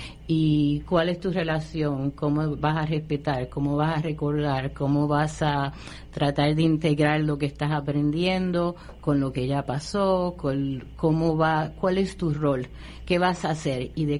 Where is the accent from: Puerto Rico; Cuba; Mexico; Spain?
Puerto Rico; now in Vermont, United States; la lección más importante de mi vida como puertorriqueña y patriota en Vermont es que es bien parecido a la vida aquí en Puerto Rico.